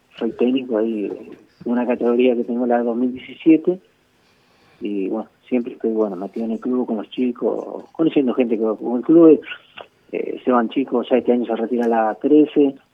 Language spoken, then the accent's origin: Spanish; Argentina